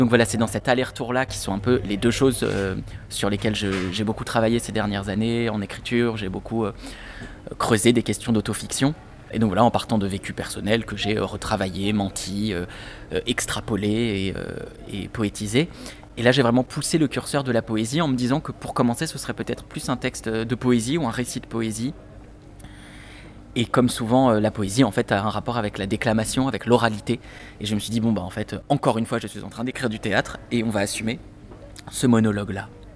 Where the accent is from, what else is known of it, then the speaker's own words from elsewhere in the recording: Brittany, France; j'ai grandi en Bretagne